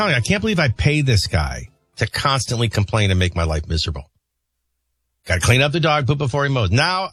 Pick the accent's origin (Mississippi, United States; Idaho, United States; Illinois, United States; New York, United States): Illinois, United States; Chicago; moved away as an adult; now in Tennessee, United States; I grew up in Chicago, home of the Blackhawks.